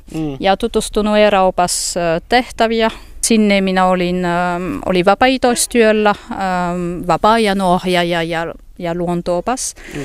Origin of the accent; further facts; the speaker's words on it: France; Finnish is a second language; now in Finland; Olen ranskalainen. Olen tullut tällä kylälle 2001.